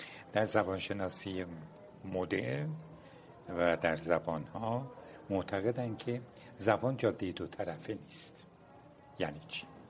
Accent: Iran; first language Turkish (Azerbaijani); Persian is a second language

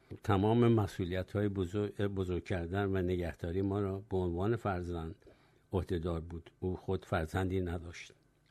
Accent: Tehran, Tehran Province, Iran; born there; در یک خانواده طبقه متوسط در تهران متولد شدم.

